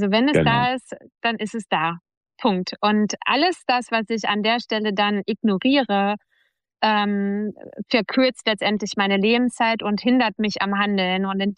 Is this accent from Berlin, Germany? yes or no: yes; Berlin, Germany; born there; now in Bielefeld, Germany; Also ich bin gebürtige Berlinerin und ich lebe in Bielefeld